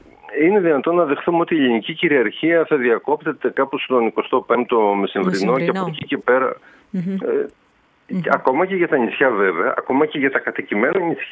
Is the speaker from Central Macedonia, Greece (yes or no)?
no; Eastern Macedonia and Thrace, Greece; Οι περισσότεροι είμαστε πρόσφυγες στη Θράκη. Έτσι. Στη δυτική, νοτιοδυτική Θράκη είμαστε όλοι πρόσφυγες από την Ανατολική, από τη Μικρασία, από τον Πόντο.